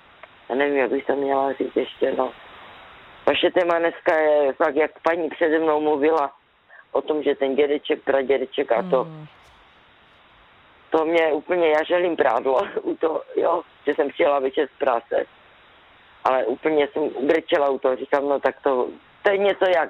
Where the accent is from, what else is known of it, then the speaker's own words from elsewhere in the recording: Poland; Czech is a second language; protože jsem od Polska a jsem žádala ve práci.